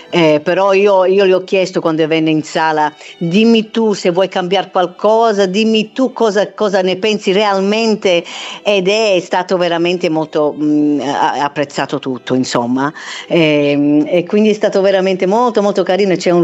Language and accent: Italian; Melbourne, Victoria, Australia; come io sono nata artisticamente in Australia, a Melbourne, e quindi da piccola prendevo lezioni da una maestra australiana